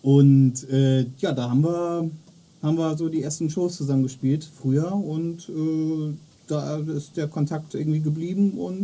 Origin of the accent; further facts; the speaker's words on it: Bochum, North Rhine-Westphalia, Germany; ich spiele Bass, bin aus Bochum, genau.